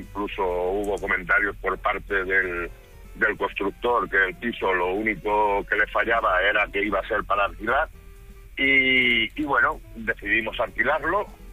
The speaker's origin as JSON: {"language": "Spanish", "region": "Galicia", "country": "Spain", "tie": "born or raised there", "moved": "yes", "lives_now": "Barcelona, Spain", "said": "invertí en mi tierra. Yo soy natural de Galicia"}